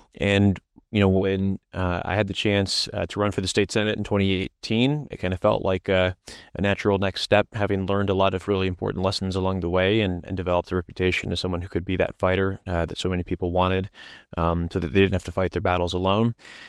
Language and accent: English; Iowa, United States; one of the things that kind of occurred to me is that in Iowa, we understand that carpenters don't build barns alone.